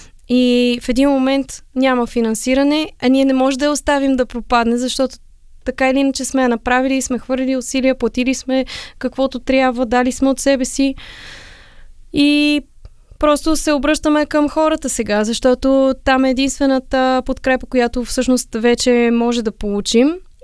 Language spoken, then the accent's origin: Bulgarian; Sofia, Sofia City, Bulgaria; born there; moved away as an adult; now in Beli Iskar, Bulgaria; Аз съм софиянка по рождение. Аз обичам София.